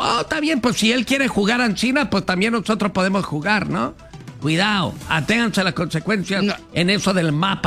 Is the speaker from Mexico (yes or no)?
yes; Mexico; Soy mexicana.